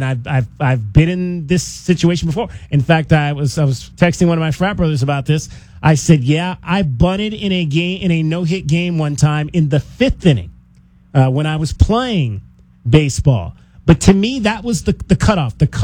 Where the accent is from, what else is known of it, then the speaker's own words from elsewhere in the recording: Cleveland, Ohio, United States; I'm from Cleveland.